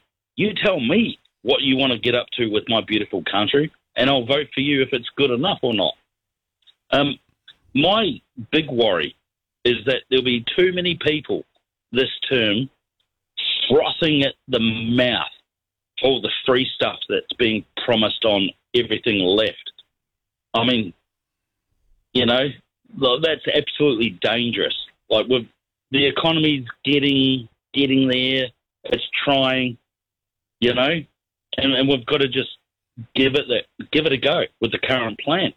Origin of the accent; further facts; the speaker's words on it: New Zealand; moved away; You know, like, I would think being a Kiwi overseas, I could just do it digitally